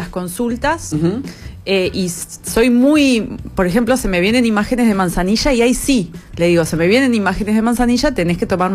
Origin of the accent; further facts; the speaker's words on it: La Pampa, Argentina; moved away as an adult; now in Buenos Aires, Argentina; yo soy pampeana.